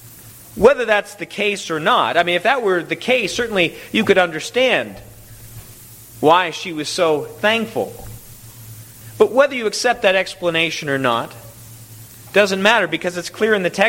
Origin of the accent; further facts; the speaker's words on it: United States; we also have the great blessing of being an American and knowing that most of us, we have a place to stay.